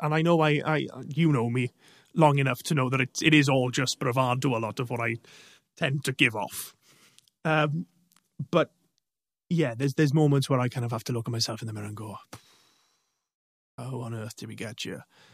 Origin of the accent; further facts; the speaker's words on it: Llanelli, Wales, United Kingdom; But no, I'm from Llanelli and I'm proud of it. And I'll always be proud to be from here.